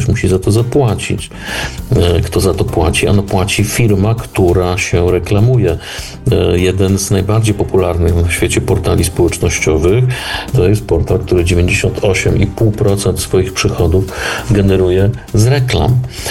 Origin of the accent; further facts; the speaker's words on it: southern Poland, Poland; ponieważ ja się wychowywałem na południu Polski, to czasem jeszcze z potężnym śnieżeniem program czeskiej telewizji